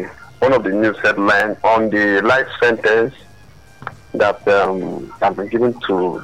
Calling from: Ikeja, Lagos, Nigeria; from Ikeja.

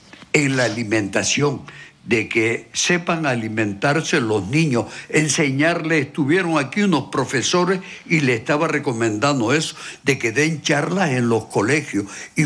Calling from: La Palma, Canary Islands, Spain; de donde soy yo, de un pueblo de La Palma

